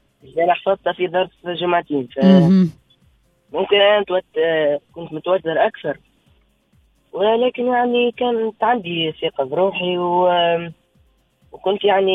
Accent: Tunisia

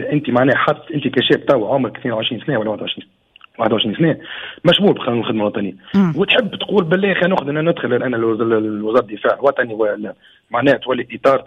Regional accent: Tunisia; عندنا في تونس

